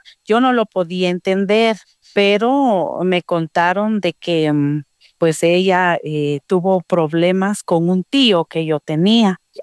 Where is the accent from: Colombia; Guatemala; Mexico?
Guatemala; soy de Guatemala